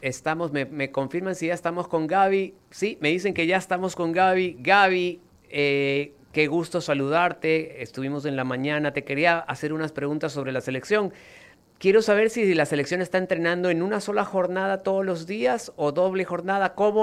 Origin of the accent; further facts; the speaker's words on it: Argentina; como soy argentino también